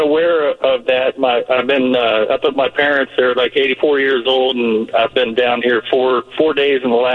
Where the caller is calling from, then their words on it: Allenville, Ohio, United States; I'm actually in Allenville, Ohio, just where your guest was talking about.